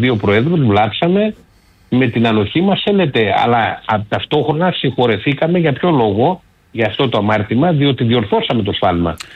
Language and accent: Greek; Amaliada, Western Greece, Greece; όπως λέμε στο χωριό μου στην Αμαλιάδα